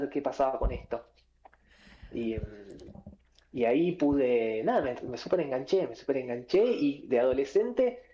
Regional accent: San Fernando, Buenos Aires Province, Argentina; Yo soy de San Fernando, de zona norte de Buenos Aires

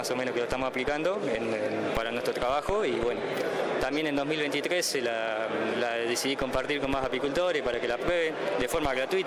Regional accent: Rauch, Buenos Aires Province, Argentina; De la zona de Rauch, de la Cuenca del Salado

